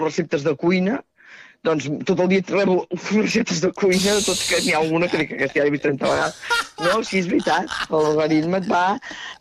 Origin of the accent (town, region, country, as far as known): Terrassa, Catalonia, Spain